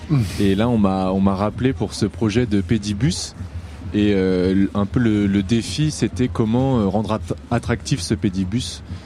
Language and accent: French; Nantes, Pays de la Loire, France; Moi, je suis de Nantes aussi.